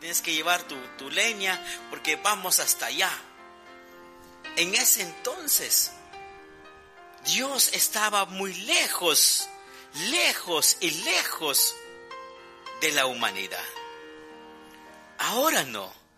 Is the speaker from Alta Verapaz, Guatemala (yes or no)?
yes; Alta Verapaz, Guatemala; los que somos de Alta Verapaz.